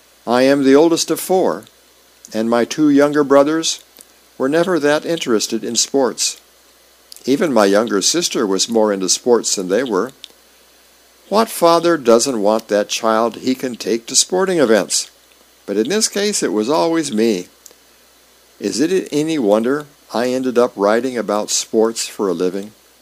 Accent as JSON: {"language": "English", "town": "Fort Myers", "region": "Florida", "country": "United States", "tie": "born or raised there", "said": "I grew up in Fort Myers, Florida, where the Kansas City Royals held spring training at Terry Park from 1969 to 1987."}